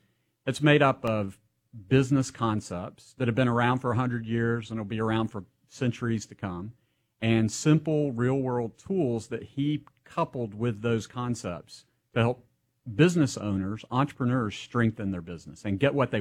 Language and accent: English; Chattanooga, Tennessee, United States; Yeah, so I grew up in Chattanooga.